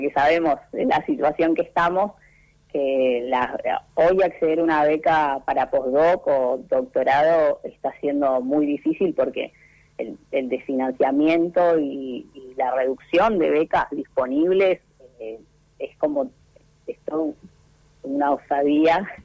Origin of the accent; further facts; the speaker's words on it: Lago Blanco, Chubut, Argentina; moved away as an adult; also born or lived in Comodoro Rivadavia; yo soy oriunda de Lago Blanco, nací, me crié en Lago Blanco, cursé mis estudios hasta el secundario